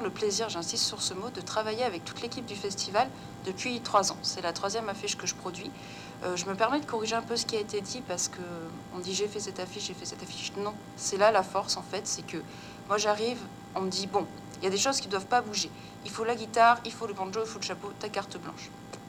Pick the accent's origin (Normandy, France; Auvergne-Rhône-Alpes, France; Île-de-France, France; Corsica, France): Auvergne-Rhône-Alpes, France; Arlanc; je suis originaire d'Arlan, donc c'est pas très très loin de Craponne.